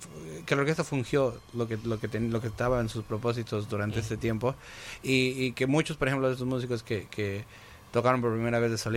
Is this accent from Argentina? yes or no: no; Mexico; now in Pittsburgh, United States; para mí como mexicano